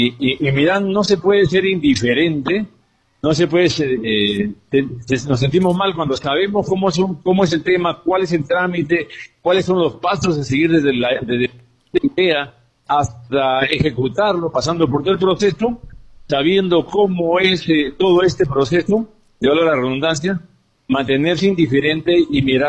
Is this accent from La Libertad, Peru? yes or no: no; Cajaruro, Amazonas, Peru; cuando pregunto por mi tierra, pregunto por Cajaruro